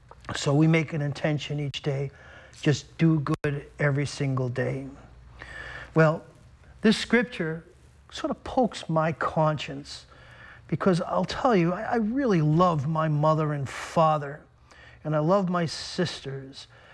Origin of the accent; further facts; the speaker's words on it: Belmont, Massachusetts, United States; my home over in Belmont, growing up